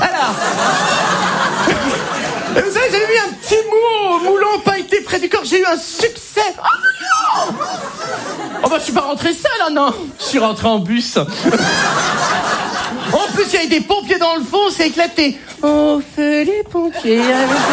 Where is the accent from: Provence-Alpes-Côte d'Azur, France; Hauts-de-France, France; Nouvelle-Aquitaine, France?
Hauts-de-France, France; vous savez que chez moi, dans le Nord, c'est une tradition, hein?